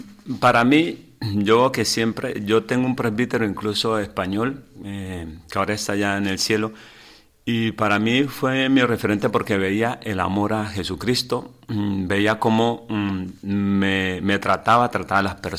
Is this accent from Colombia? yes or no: yes; Colombia; moved away as an adult; now in Canary Islands, Spain; yo pensaba ya quedarme allá en Colombia